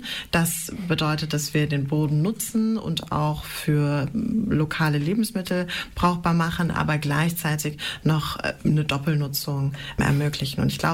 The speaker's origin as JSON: {"language": "German", "town": "Göttingen", "region": "Lower Saxony", "country": "Germany", "tie": "born there", "said": "Ich als gebürtige Göttingerin"}